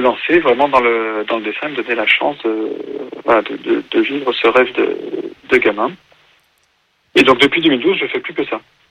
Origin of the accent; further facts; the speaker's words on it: Lyon, Auvergne-Rhône-Alpes, France; Moi, je suis lyonnais d'origine et j'habite en Bourgogne aujourd'hui.